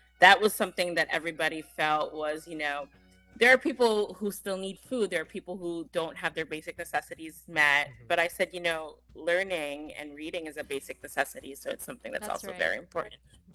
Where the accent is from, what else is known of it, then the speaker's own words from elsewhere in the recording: Philippines; also born or lived in California, United States; I was born in California, but when I was three, I moved to the Philippines. And so I've been there for elementary school and high school.